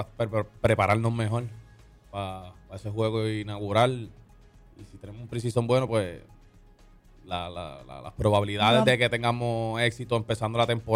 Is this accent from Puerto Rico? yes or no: yes; Moca, Puerto Rico; Yo vengo de Moca, que es la primera vez en Fajardo